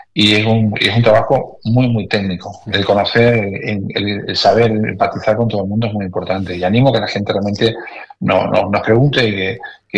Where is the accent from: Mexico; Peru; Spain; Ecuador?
Spain; Canary Islands; accent: Canarian; Canarias, entonces yo soy canario, por mi acento ves que no soy de aquí.